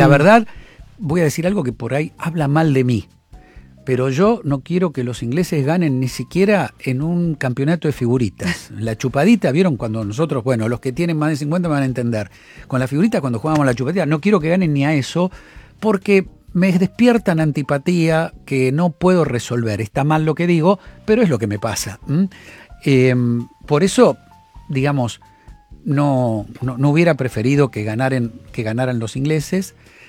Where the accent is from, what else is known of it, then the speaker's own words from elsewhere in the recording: Argentina; no lo digo porque me toque como argentino